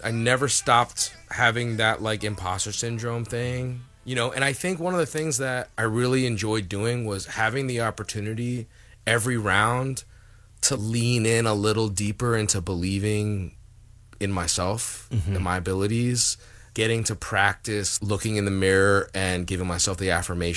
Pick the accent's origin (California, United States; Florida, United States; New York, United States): Florida, United States; Southwest Ranches; I grew up in Southwest Ranches. I remember, like, you know, jumping the fence, going into the park.